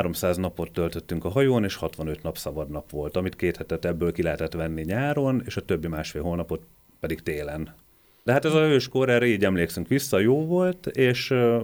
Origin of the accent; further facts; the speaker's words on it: Hungary; én vidéken nőttem fel